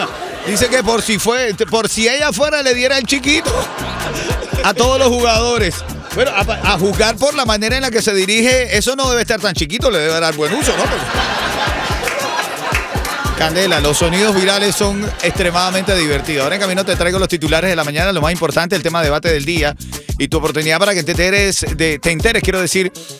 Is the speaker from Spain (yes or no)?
no; Venezuela; yo soy venezolano, pero me he estudiado todo este mundo cubano